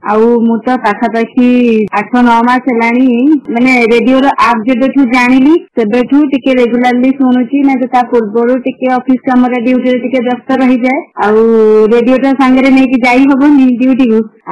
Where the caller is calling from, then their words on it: Jajpur, Odisha, India; ଯାଜପୁରରୁ କହୁଛି।